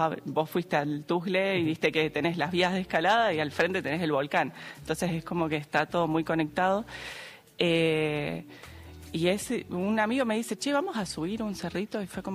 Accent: Villa Jardín de Reyes, Jujuy, Argentina; Yo nací en Villa Jardín de Reyes, en mi casa, literalmente, nací ahí, soy de Villa Jardín de Reyes

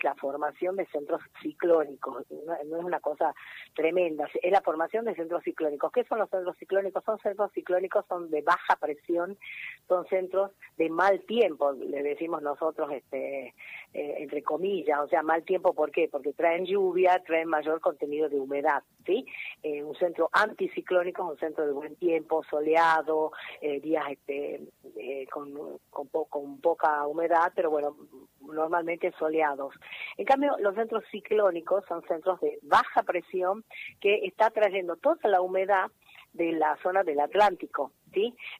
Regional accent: Jujuy, Argentina

